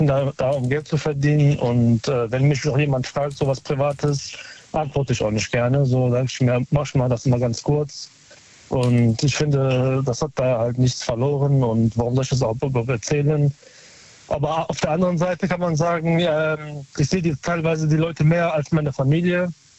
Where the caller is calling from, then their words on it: Berlin, Germany; Aus Neukölln.